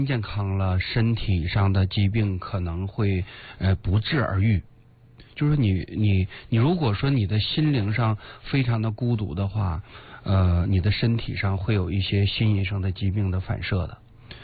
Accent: China

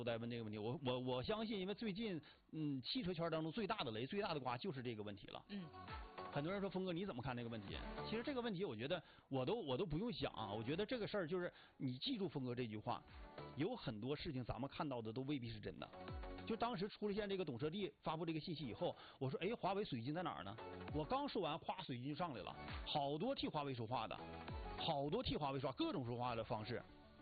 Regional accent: Northeast China, China; 我作为一个纯纯的东北人

